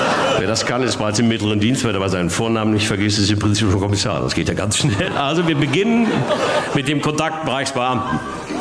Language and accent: German; Bochum, North Rhine-Westphalia, Germany; meine Heimatstadt Bochum ist ja für Nordrhein-Westfalen das, was Amerika für die freie Welt darstellt.